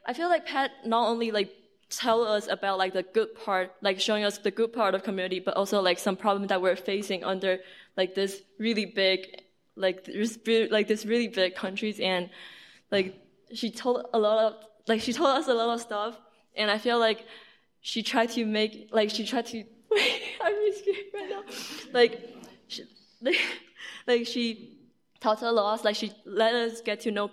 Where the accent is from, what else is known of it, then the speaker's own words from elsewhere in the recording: Taiwan; English is a second language; I'm from Taiwan. I'm still learning English, so I wish everyone can try to understand my English.